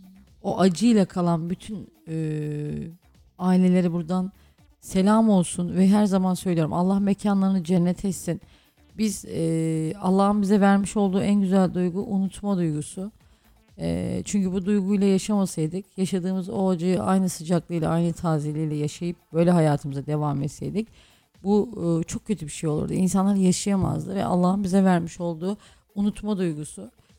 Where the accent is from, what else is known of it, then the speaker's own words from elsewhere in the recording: Düzce, Turkey; Düzce firması kardeşim. Düzce'liyiz biz be.